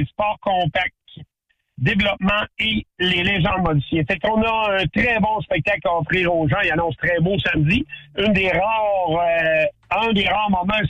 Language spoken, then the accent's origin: French; Quebec, Canada; chez nous au Québec